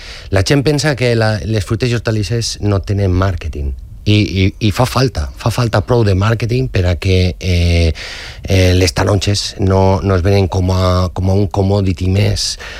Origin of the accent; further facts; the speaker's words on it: Valencian Community, Spain; com a valencià me dol